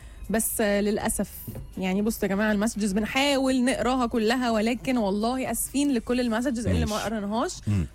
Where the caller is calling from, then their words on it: Netherlands; من هولندا وعلى فكره انا هنا ما عنديش حواوشي